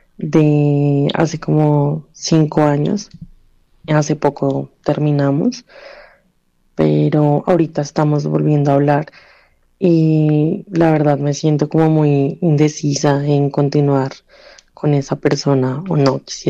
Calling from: Bogotá, Colombia; Te hablo desde la ciudad de Bogotá

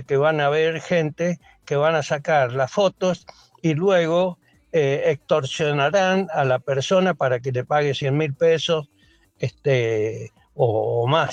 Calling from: Guaymallén, Mendoza, Argentina; vivo en Guaymallén.

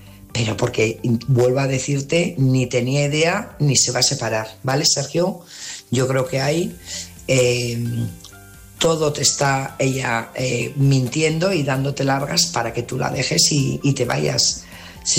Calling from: Burgos, Castile and León, Spain; Buenas noches … corresponsal de Burgos

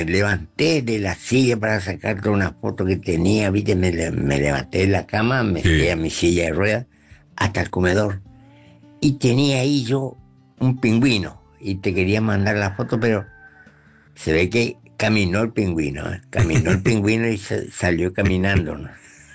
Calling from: Clorinda, Formosa, Argentina; de Clorinda Formosa.

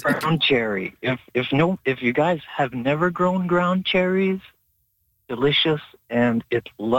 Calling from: Manitoba, Canada; In the middle of nowhere. by McCreary, by St. Rose, Laurier.

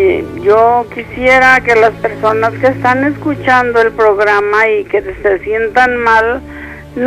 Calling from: Zapopan, Jalisco, Mexico; Me llamo de Zapopan

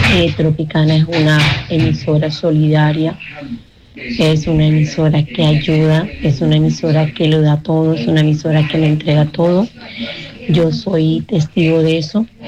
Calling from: Barranquilla, Atlántico, Colombia; Y soy de Barranquilla

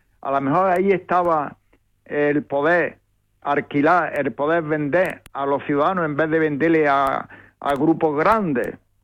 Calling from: Spain; Somos españoles.

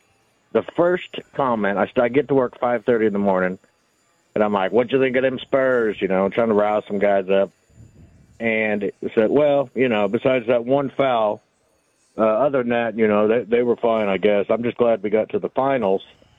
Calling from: Oklahoma, United States; I'm 3 hours away. I'm 10 miles from the Kansas border up here by Alva.

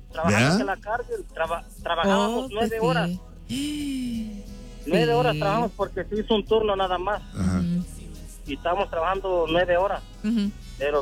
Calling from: Fremont, Nebraska, United States; de aquí de Fremo.

